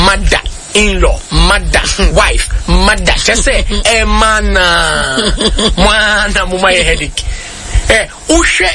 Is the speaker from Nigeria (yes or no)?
yes; Nigeria; First, as a Nigerian